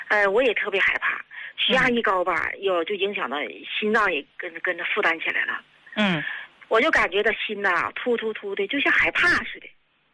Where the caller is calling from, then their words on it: Dalian, Liaoning, China; 我是大连的，